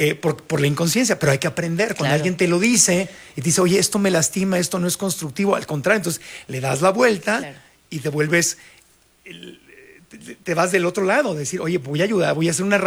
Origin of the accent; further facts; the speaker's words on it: Mexico; como los mexicanos salimos a condenar el cervezazo que le dieron a la ecuatoriana, la serenata y al equipo ecuatoriano a la medianoche